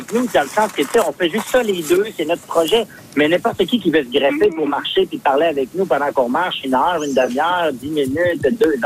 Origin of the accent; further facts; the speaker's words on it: Quebec, Canada; now in Quebec City, Canada; Mais là, je viens de la Gaspésie, j'habite à Québec, je vais souvent dans le bas du fleuve.